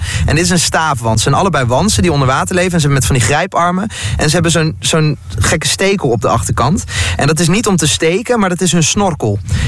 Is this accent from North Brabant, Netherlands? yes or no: yes; North Brabant, Netherlands; Ja, en ik kom uit Brabant, hè.